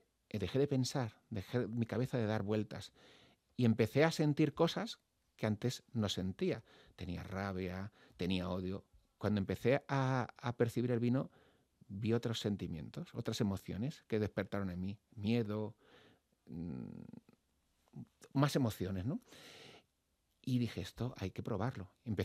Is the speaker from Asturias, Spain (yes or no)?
no; Castilla-La Mancha, Spain; La Tempranillo, yo que soy de La Mancha, pues me recuerda a mi tierra, ¿no? Tengo raíces